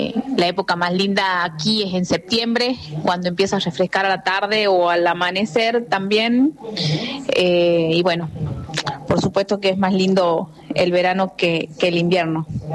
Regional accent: Las Lajitas, Salta, Argentina; Soy de acá de Salta, de Las Lajitas. Bueno, acá hace mucho calor en el verano, supera los 40 grados.

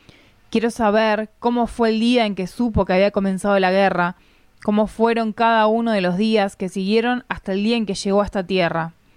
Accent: Argentina; born or raised there

